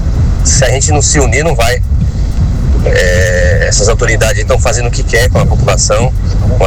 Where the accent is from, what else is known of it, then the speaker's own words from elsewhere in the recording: Caraguatatuba, São Paulo, Brazil; Eu sou nascido e criado aqui em Caraguatatuba, vi a cidade crescer, né? Hoje eu estou com 44 anos, então assim, tem um longo tempo que estou aqui na cidade, vendo essa cidade crescer.